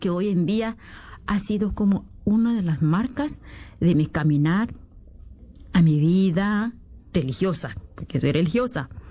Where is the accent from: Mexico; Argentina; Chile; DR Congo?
DR Congo; moved away; Yo soy de la República Democrática del Congo, donde nací y crecí en una familia grande de 8 hijos.